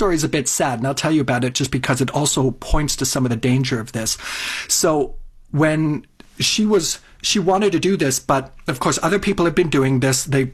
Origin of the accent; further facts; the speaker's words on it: Toronto, Ontario, Canada; moved away as an adult; also born or lived in South Germany; South Germany. And we immigrated to Canada, I don't even want to tell you, but it was in 1986. And then I grew up in Toronto for the next 15 years.